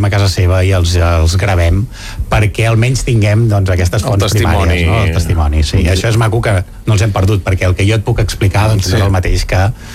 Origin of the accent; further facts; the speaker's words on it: Granollers, Catalonia, Spain; És, Clar, és directe, jo sóc de Granollers.